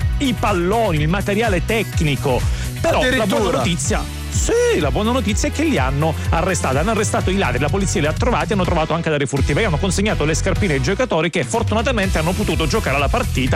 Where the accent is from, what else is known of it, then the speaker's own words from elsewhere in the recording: Calabria, Italy; io sono calabrese